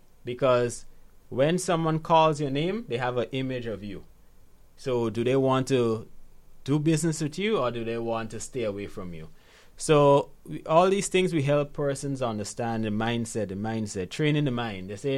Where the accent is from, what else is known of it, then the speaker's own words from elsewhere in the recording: Ghana; born there; I remember when I just moved back to Ghana in 2016, right? I was born in Ghana, by the way.